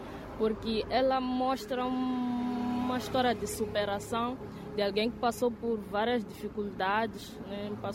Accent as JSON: {"language": "Portuguese", "town": "Maputo", "region": "Maputo City", "country": "Mozambique", "tie": "born or raised there", "said": "Sou natural de Maputo mesmo."}